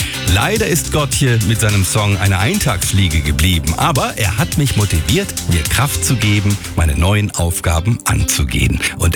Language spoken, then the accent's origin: German; Freiburg, Baden-Württemberg, Germany; Als ich mich entscheide, 2011 wieder zurück in meine Heimat Baden, genauer gesagt nach Freiburg zu ziehen, steht viel Arbeit an.